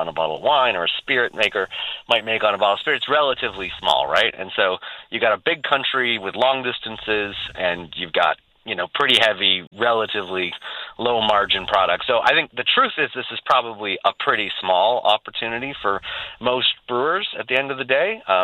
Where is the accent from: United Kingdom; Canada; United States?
Canada; I hope, as a Canadian, not as a brewer, but as a Canadian, I hope this is the beginning of a lot more rethinking about how we act.